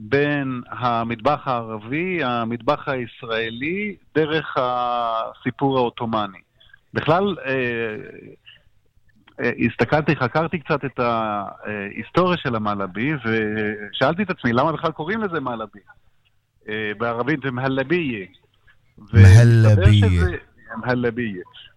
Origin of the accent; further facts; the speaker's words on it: Jaffa, Tel Aviv District, Israel; אני זוכר בתור ילד ביפו